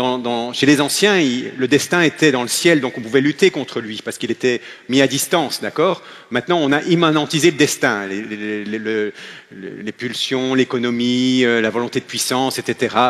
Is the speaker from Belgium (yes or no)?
yes; Belgium; Je suis un Belge, je suis désolé, je ne suis pas un Français.